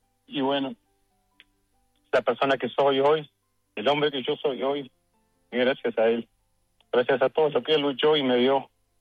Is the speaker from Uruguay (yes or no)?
yes; Uruguay; moved away as an adult; Yo me fui del Uruguay hace 10 años, exactamente hace 10 años.